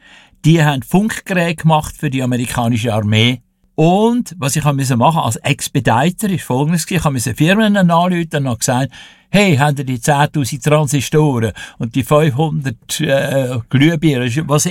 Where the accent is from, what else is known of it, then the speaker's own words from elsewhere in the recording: Zurich, Switzerland; Wir sind mitten im Fluglärm aufgewachsen. Dübendorf, Militärflughafen, Kloten, Zivilflughafen.